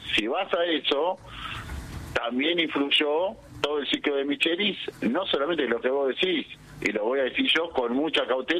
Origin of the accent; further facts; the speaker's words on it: Ecuador; ¿Cómo estás? Soy del Ecuador. Continúo.